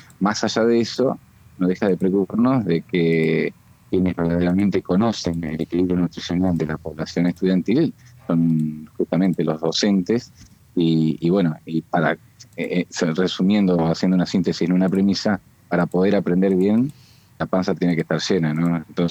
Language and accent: Spanish; Entre Ríos, Argentina; yo soy de Isla del Ibicuí